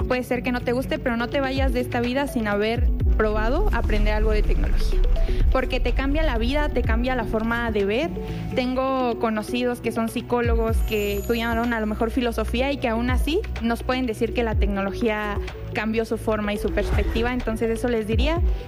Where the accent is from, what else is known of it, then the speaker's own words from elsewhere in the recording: State of Mexico, Mexico; Crecí en el Estado de México